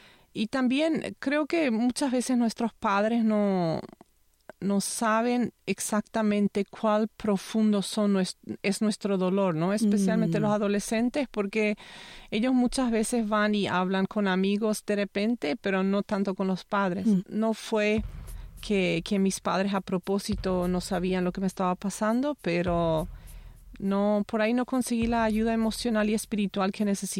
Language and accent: Spanish; Paraguay; first language Low German and High German; Spanish is a second language; Nací en Paraguay, en el Chaco, que es una gran parte del Paraguay. Crecí ahí, soy la mayor de 5 hermanos. Me crié en la iglesia. Seguramente algunos preguntan por el acento que tengo en el español. Es porque yo me crié con el alemán